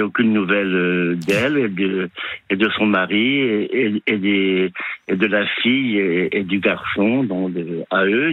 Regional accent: Brittany, France; Et puis moi, je suis breton, donc je vais t'enterrer en Bretagne.

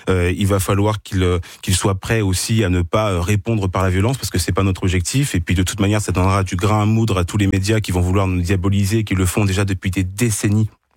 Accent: Île-de-France, France; je viens de la Seine-et-Marne

